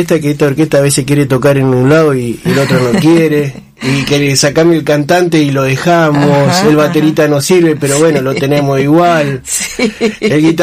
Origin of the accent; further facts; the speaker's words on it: Argentina; Somos el argentino, creo yo que es así.